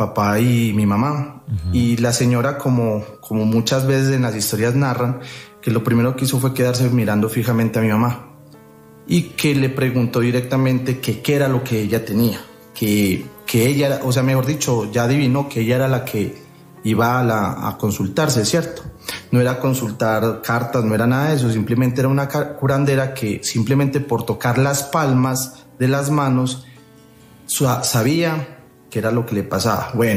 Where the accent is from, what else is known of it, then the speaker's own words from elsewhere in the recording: Ipiales, Nariño, Colombia; now in Antioquia, Colombia; propiamente yo soy de una ciudad del departamento de Nariño que se llama Ipiales, la frontera con el Ecuador. Actualmente vivo es en Antioquia